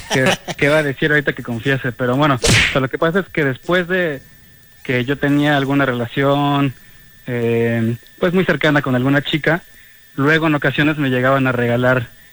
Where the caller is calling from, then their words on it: Mexico City, Mexico; De aquí, de Ciudad de México.